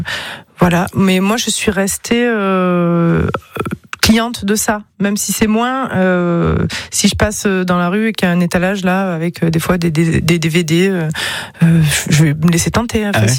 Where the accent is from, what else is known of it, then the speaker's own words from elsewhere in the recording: Avignon, Provence-Alpes-Côte d'Azur, France; born there; C'est ça, moi je suis née à Avignon. Et je suis toujours été aux alentours, ouais.